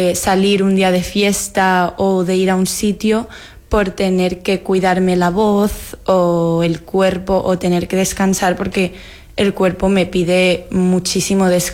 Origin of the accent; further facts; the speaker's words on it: Ibiza, Balearic Islands, Spain; en mi casa, en Ibiza. Y como artista ibicenca